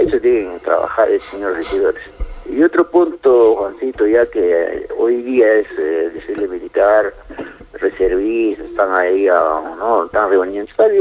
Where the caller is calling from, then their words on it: Peru; nosotros, pues, peruanos netos, a eso somos los verdaderos peruanos